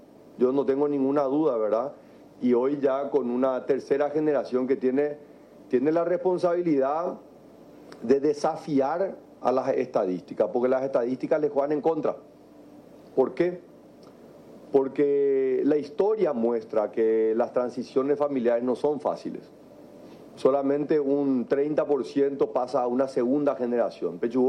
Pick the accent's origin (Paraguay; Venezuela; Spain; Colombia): Paraguay; el Paraguay y los paraguayos tenemos un enorme potencial.